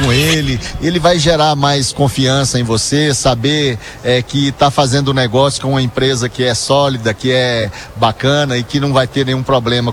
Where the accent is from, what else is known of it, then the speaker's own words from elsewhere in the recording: Goiás, Brazil; accent: Goiano; como diz o nosso dialeto goiano aqui